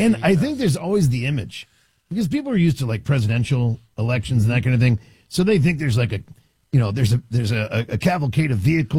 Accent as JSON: {"language": "English", "town": "Washington", "region": "District of Columbia", "country": "United States", "tie": "born or raised there", "said": "because I grew up in Washington, D.C. and everything else."}